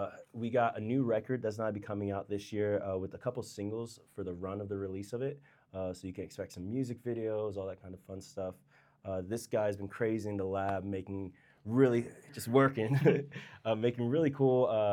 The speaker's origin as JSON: {"language": "English", "region": "Georgia", "country": "United States", "tie": "born or raised there", "said": "I grew up on a lot of Motown, a lot of soul music growing up in Georgia."}